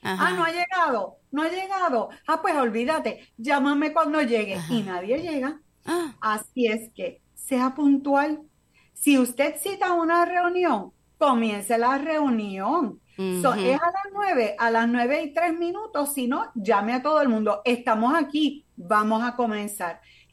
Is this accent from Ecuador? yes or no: no; Puerto Rico; Sabemos, todos somos puertorriqueños, ¿verdad?